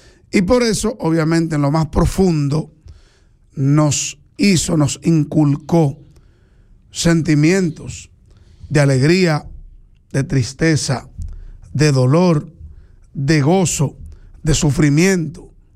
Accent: Dominican Republic

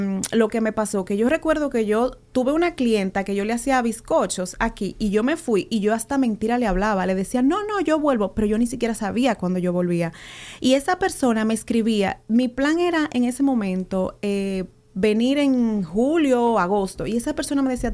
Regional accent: Dominican Republic; moved away as an adult; Yo nací aquí, pero me crié toda mi vida en República Dominicana, donde estudié, me formé. Y hice vida adulta y pequeña. Vine en el 2019, más o menos mayo.

